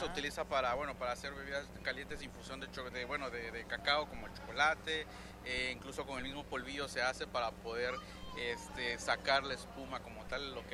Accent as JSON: {"language": "Spanish", "region": "Tabasco", "country": "Mexico", "tie": "born or raised there", "said": "Somos originarios de la comunidad de Bolomits, yo soy originario de Bolomits, de Huaytalpa"}